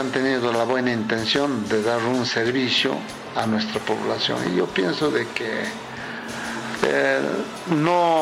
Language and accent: Spanish; Santa Rosa de Sacco, Junín, Peru; Santa Rosa de Saco, mi tierra, que tanto frutos me ha dado